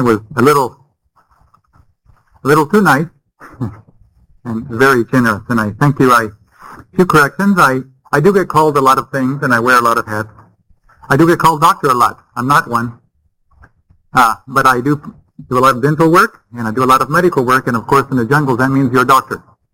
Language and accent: English; Bolivia; I grew up with her in Bolivia.